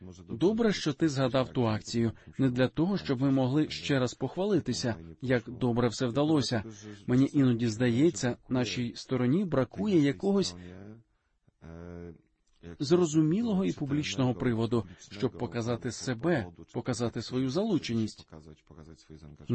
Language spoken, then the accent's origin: Ukrainian; Poland; чи для тебе мало яке значення, що ти українець, а я поляк?